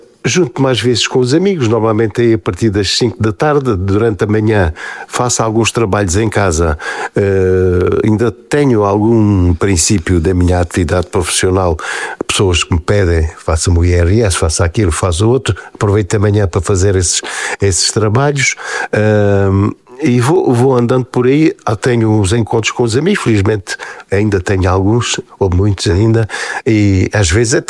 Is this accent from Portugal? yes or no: yes; Alvarões, Portugal; now in Portalegre, Portugal; Bom, eu nasci em Alvarões, em 1952.